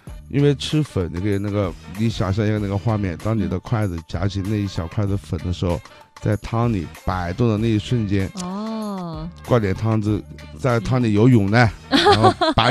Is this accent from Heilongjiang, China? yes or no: no; Changsha, Hunan, China; 我长沙人吃了39年了